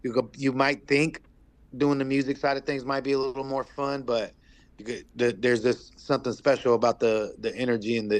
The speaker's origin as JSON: {"language": "English", "region": "California", "country": "United States", "said": "I'm out here from California."}